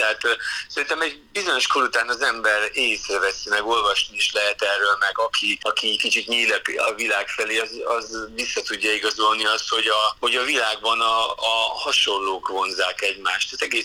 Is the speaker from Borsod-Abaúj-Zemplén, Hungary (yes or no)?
no; Cegléd, Pest, Hungary; Én egy vidéki srác vagyok, én ceglédi vagyok.